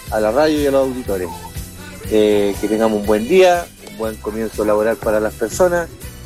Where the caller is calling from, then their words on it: Nueva Centinela, Chile; por acá, de Nueva Centinela.